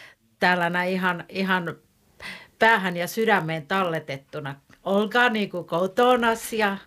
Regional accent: Turku, Southwest Finland, Finland; moved away; Sieltä Turusta, toispuolta jokkeen.

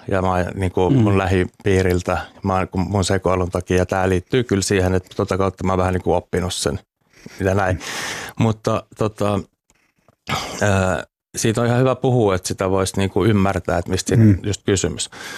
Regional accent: Helsinki, Uusimaa, Finland; mä oon täällä pyörinyt koko no niin. Ikäni.

